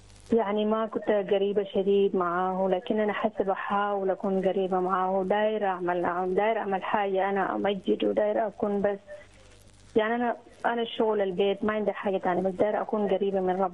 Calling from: Canada; أنا بنت الرب من كندا.

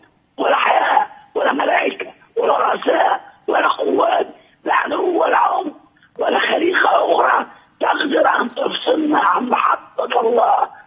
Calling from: Minya, Minya Governorate, Egypt; وليا من المنيا

